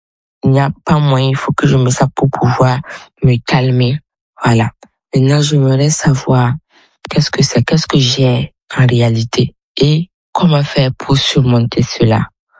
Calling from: Burkina Faso; Je suis au Burkina Faso, précisément dans la ville de Signaré.

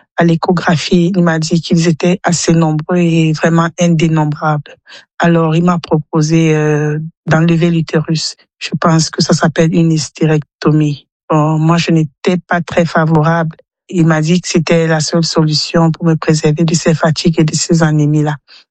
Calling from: Yaoundé, Centre, Cameroon; j'ai 45 ans, je vis à Yaoundé au Cameroun.

